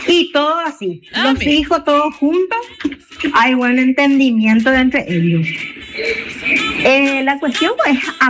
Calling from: Luque, Central, Paraguay

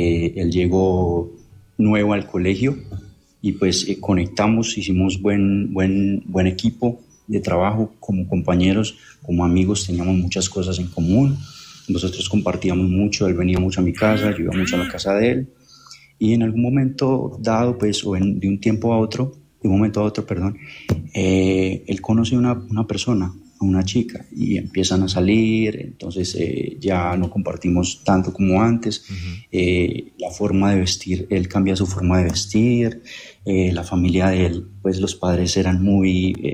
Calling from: Cartago, Valle del Cauca, Colombia; me comunico desde Valle del Cauca, en una ciudad llamada Cartago.

